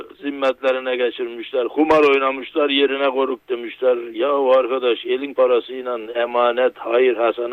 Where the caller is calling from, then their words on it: Gaziantep, Turkey; Antep'ten.